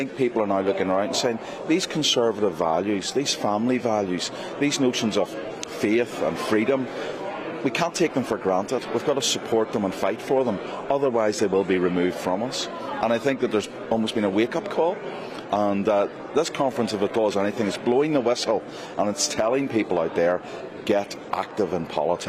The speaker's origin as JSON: {"language": "English", "country": "United Kingdom", "said": "I'm not ashamed of being a Brit and never will be."}